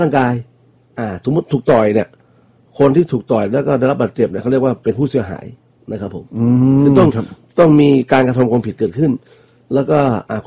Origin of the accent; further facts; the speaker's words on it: Northern Thailand, Thailand; now in Bangkok, Thailand; ตัวผมเองเนี่ยโตมาในภาคเหนือนะครับ